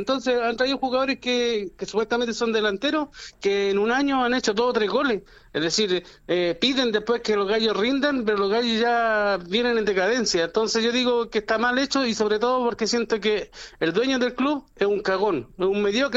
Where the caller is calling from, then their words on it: Talca, Maule, Chile; de la ciudad de Talca.